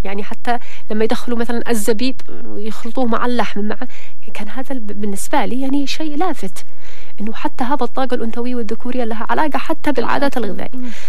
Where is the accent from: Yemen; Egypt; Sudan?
Yemen; إحنا كمجتمع يمني